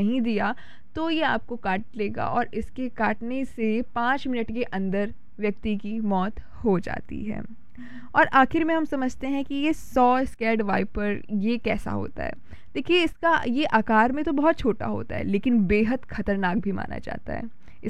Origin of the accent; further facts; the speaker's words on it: Uttar Pradesh, India; क्योंकि देखिए हम उत्तर प्रदेश से बिलोंग करते हैं